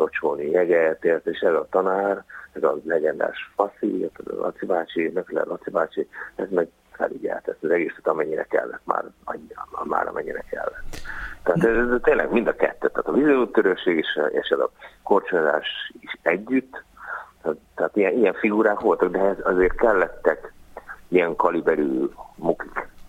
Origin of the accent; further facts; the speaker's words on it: Dunavarsány, Pest, Hungary; born there; Figyeljetek, én Dunavarsányban születtem, és ott is volt egy vízútörő raj